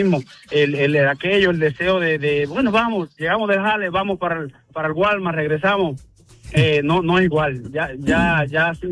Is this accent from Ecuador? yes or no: no; Cuba; Soy cubano, es primera vez que participo.